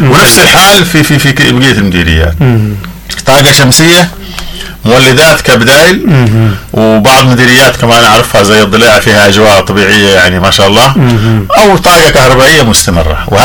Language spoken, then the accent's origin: Arabic; Hadhramaut, Yemen; نحن عندنا في حضرموت